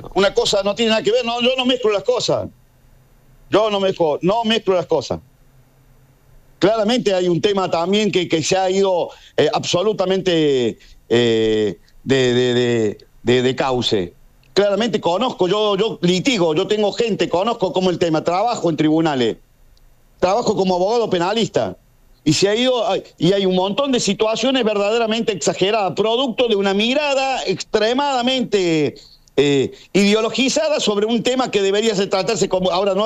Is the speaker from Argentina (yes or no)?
yes; Argentina; sabemos cómo somos los argentinos.